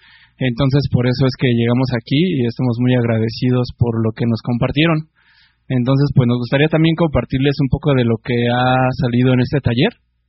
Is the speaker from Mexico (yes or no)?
yes; Iztapalapa, Mexico City, Mexico; pues venimos de una comunidad de Iztapalapa que se llama Xochitlanesi